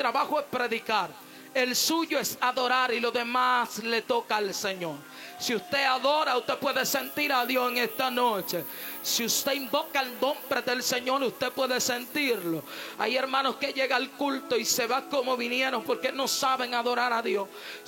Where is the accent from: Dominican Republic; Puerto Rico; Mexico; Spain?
Dominican Republic; nosotros somos de Dominicana